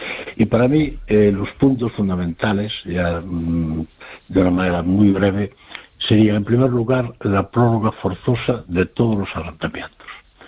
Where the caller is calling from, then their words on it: Madrid, Community of Madrid, Spain; de Madrid.